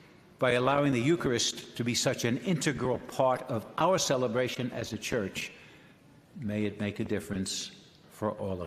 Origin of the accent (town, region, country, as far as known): United States